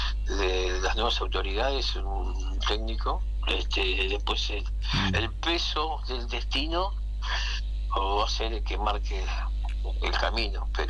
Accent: Uruguay; Viste como somos los uruguayos

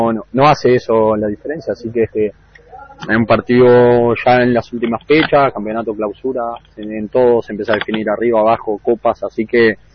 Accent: Uruguay; uno es uruguayo, está aquí.

